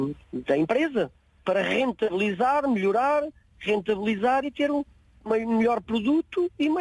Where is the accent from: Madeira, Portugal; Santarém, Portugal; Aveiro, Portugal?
Santarém, Portugal; Abrantes; also born or lived in Lavradio / Sines / Castro Verde; now in Portimão, Portugal; eu sou residente, sou natural de Casais de Revelhos, Abrantes.